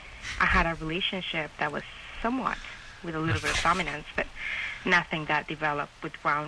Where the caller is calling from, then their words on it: Monterey, California, United States; I am calling from the Monterey area.